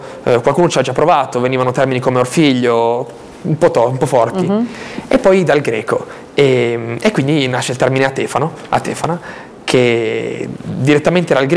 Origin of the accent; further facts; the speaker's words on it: Albenga, Liguria, Italy; E prima il nostro comune di Albenga, noi siamo di Albenga … di Albenga